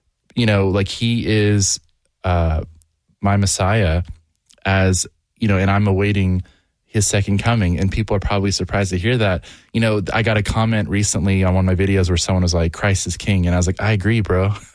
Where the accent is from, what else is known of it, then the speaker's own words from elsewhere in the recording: United States; born there; I kind of talk about my experience as a Muslim growing up as an American, because to me, being Muslim is American, just as American